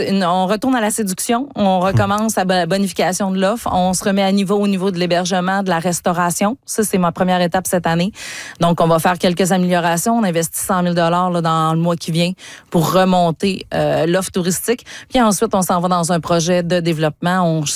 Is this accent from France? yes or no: no; Montreal, Quebec, Canada; now in Saguenay-Lac-Saint-Jean, Canada; moi, je suis originaire de Montréal